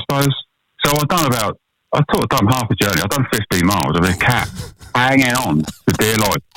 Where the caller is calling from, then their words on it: Fareham, South East England, United Kingdom; I'm from Fareham.